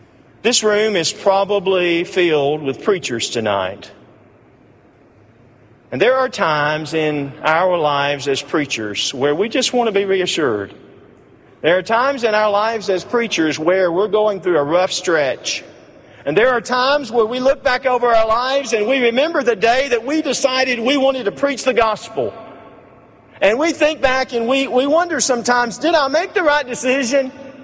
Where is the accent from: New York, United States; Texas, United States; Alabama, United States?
Alabama, United States; that's not the term we used when I was growing up in Alabama.